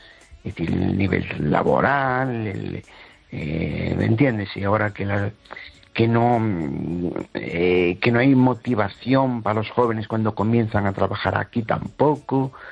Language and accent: Spanish; Amoeiro, Galicia, Spain; now in Tarragona, Spain; de Amoeiro, que hoy te habla. Qué cosa más curiosa. Se me hace raro llamarte desde Tarragona.